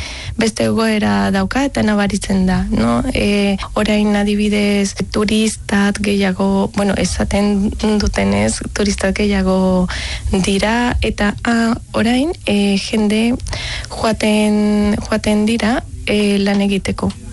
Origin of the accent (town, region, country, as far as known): Colombia; Basque is a second language; now in Basque Country, Spain